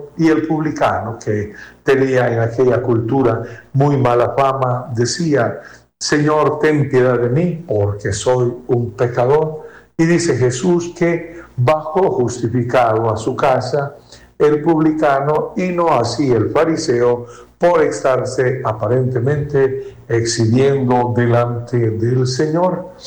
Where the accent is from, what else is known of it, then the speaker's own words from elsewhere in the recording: El Salvador; como dicen aquí en mi país